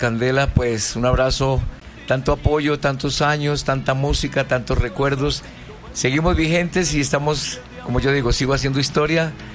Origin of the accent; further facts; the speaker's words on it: Fusagasugá, Cundinamarca, Colombia; also born or lived in Melgar, Tolima; yo nací en Melgar, departamento del Tolima, pero mi mamá se separa de mi papá, y de 3 añitos ella nos trae a Fusagasugá, a la casa de los abuelos. Entonces yo estudié, viví mi infancia, mis estudios primarios en la ciudad de Fusagasugá, que es donde yo tengo mis amigos